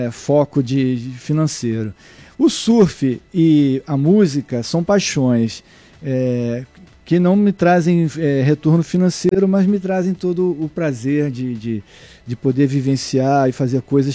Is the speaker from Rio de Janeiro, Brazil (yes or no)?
yes; Niterói, Rio de Janeiro, Brazil; also born or lived in Salvador; eu nasci em Salvador, Bahia, fui criado em Niterói e no Rio de Janeiro.